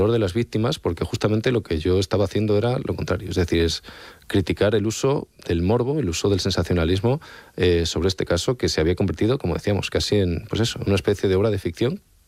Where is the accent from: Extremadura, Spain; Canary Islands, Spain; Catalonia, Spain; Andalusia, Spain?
Extremadura, Spain; Yo vengo de la Sierra de Gata, hasta el norte de Cáceres